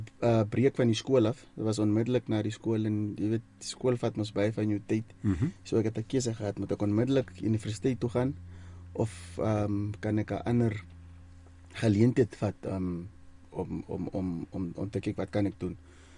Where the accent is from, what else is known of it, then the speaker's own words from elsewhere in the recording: Tsumeb, Oshikoto, Namibia; ek is oorspronkelijk van Tjumep. Ek is daar gebore, in school daar gegaan. En ek is in Namibier, ja. So onmiddellik na my hoërskool het ek Engeland toe gegaan vir 'n paar jaar op Woka Holiday.